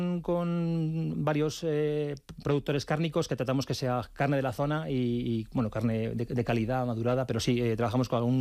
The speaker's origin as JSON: {"language": "Spanish", "country": "Spain", "moved": "as an adult", "lives_now": "Tongeren, Belgium", "said": "soy el único español en la compañía, en la sede central."}